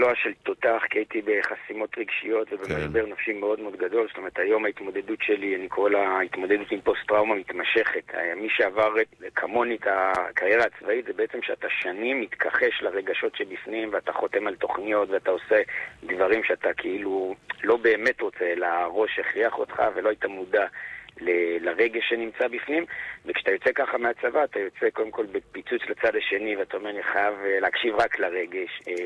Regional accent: Jerusalem, Jerusalem District, Israel; moved away as an adult; אני ברחתי מירושלים, כי ירושלים הייתה שם עד גיל 23

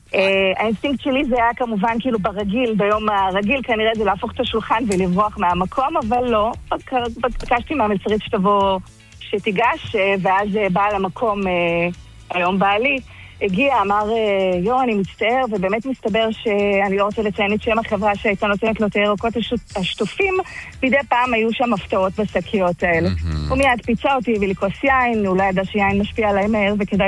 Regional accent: Turkey; now in Israel; עולה חדשה מטורקיה.

